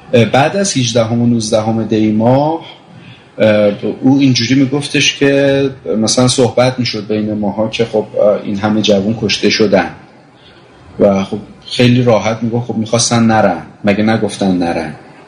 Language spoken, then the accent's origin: Persian; Qom, Iran; من گذشته بسیار بسیار بسیار بسیار مذهبی داشتم تا جایی که تو قم بزرگ شدم و فکر میکنم نزدیک 7 سال تو قم طلبه بودم